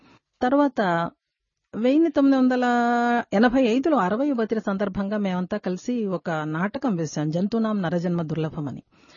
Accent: Andhra Pradesh, India; నాకు అప్పుడు చాలా నచ్చింది, ఎందుకంటే నేను రాయలసీమ దాన్ని, స్వామి రాయలసీమ సంబంధించినటువంటి వారు, తీపులు చాలా బాగున్నాయి స్వామి అని అన్నాను.

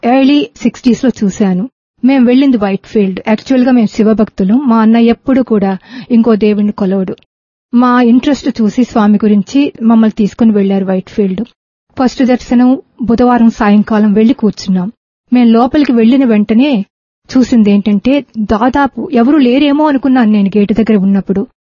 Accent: Visakhapatnam, Andhra Pradesh, India; moved away as an adult; now in Barbados; నేను విశాఖపట్నంలో పుట్టాను, విశాఖపట్నంలో పెరిగాను, విశాఖపట్నంలో చదువుకున్నాను.

